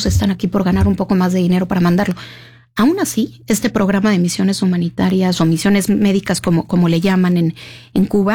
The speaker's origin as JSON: {"language": "Spanish", "country": "Mexico", "said": "Que eso nos tiende a suceder a los mexicanos cuando pensamos en países quizá como China o como"}